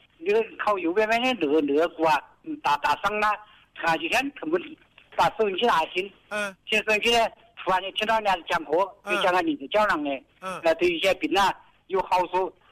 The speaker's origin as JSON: {"language": "Chinese", "town": "Shenyang", "region": "Liaoning", "country": "China", "said": "我是沈阳市北洲镇，罗家桥村五组的。"}